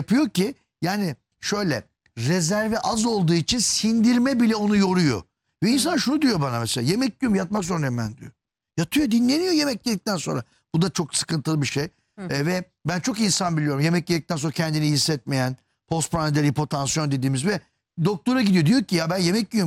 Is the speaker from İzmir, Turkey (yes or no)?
yes; İzmir, Turkey; Evet İzmirliyim.